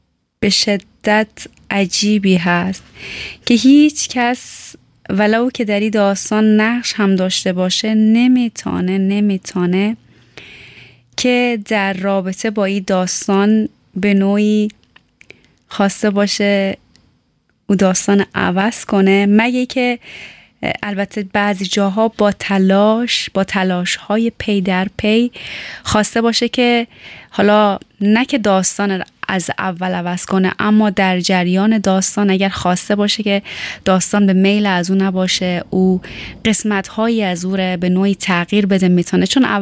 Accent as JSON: {"language": "Persian", "town": "Tehran", "region": "Tehran Province", "country": "Iran", "tie": "born or raised there"}